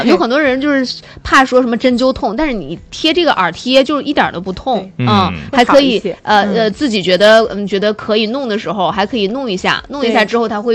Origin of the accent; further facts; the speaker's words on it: northern China, China; now in Hainan, China; 像我们三个人都是北方人